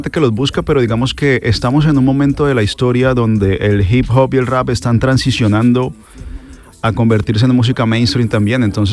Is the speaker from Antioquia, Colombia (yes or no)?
no; Cali, Valle del Cauca, Colombia; Yo soy caleño, de Cali, Colombia.